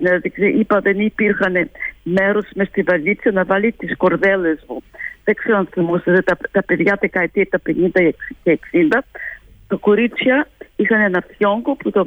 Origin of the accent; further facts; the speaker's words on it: Anemotia, North Aegean, Greece; moved away; Και το χωριό μου το πολύ το αγάπησα.